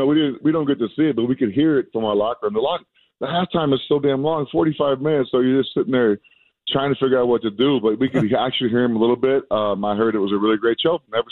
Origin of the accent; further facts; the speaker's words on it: New Mexico, United States; I grew up in New Mexico, so we didn't really my baseball team was the Cubs and the Braves because of WGN and TBS.